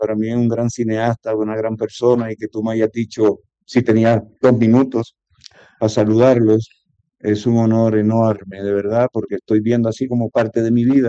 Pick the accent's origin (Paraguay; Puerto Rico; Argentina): Puerto Rico; Carolina; now in Peru; En mi infancia, en Villa Carolina, en todo lo que de donde venían mis papás, esa clase trabajadora, urbana, de mucho sacrificio